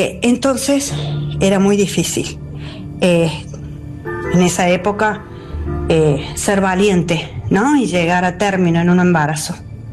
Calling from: Córdoba, Argentina; de Córdoba

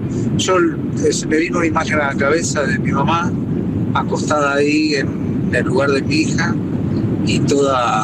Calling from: Funes, Santa Fe, Argentina; Mira, estoy volviendo de Ezeiza, dejé a mi familia y volviendo para Funes, Santa Fe.

